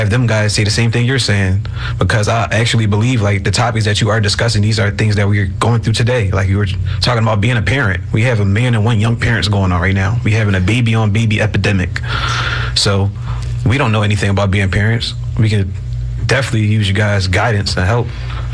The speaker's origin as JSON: {"language": "English", "town": "Philadelphia", "region": "Pennsylvania", "country": "United States", "said": "I'm currently 24 years old. I'm from North Philadelphia."}